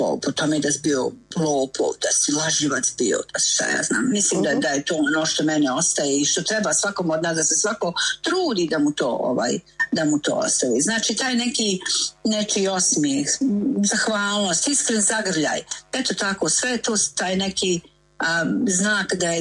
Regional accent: Bosnia & Herzegovina; ma najbolje je bilo ono kod nas u Bosni, ovi muški uveče sjede, zapale cigaru i počnu raspravljati o policiji

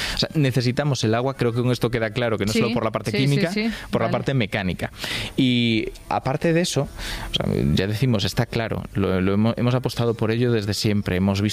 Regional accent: Galicia, Spain; No, vamos, soy gallego, así que no se trata de ningún tipo de discriminación hacia Coruña

